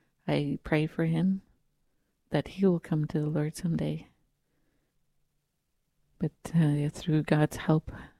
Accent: British Columbia, Canada; I'm originally from Upper Nakli Indian Band, which is near Merritt, BC. The reserve is in two parts called Koshana and Douglas Lake. I lived on Koshana.

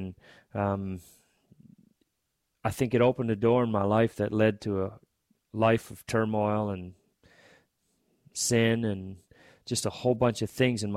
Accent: Fredericton, New Brunswick, Canada; also born or lived in Woodstock, New Brunswick; My father was from this reserve, but they're both Maliseet. I was born in Woodstock, on the Woodstock First Nation, and we moved here when I was just a little baby, so I've pretty much been here my whole life.

